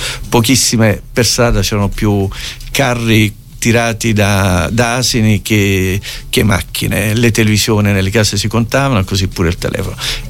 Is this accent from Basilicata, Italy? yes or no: yes; Tramutola, Basilicata, Italy; moved away; Io sono un lucano.